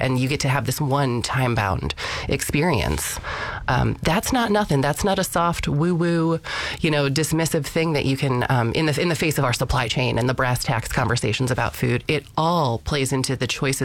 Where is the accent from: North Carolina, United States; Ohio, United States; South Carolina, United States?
Ohio, United States; I grew up in Ohio, and I did bring my food traditions with me.